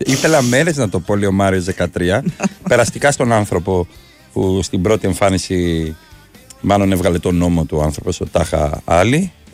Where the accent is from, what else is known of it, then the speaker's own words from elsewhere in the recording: Crete, Greece; Πρώτο μάτς εντός εκτός όφι εργοτέλης επειδή είμαι από Κρήτη, ήταν με Ρώμα το 3-2.